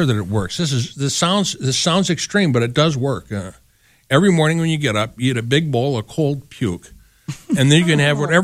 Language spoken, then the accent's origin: English; Minneapolis, Minnesota, United States; Well, I joined a health club in my hometown in Minneapolis